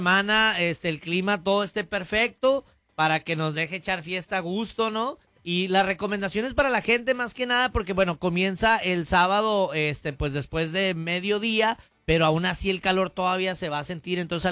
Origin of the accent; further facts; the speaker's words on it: Ciudad Juárez, Chihuahua, Mexico; yo soy de Ciudad Juárez y yo vivía pues de pequeñito en el Barrio Alto y ahí donde yo vivía, en la Gavino Barreda